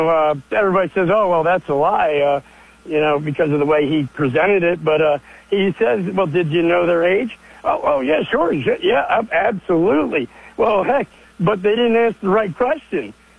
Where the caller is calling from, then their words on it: Delaware, United States; from Delaware.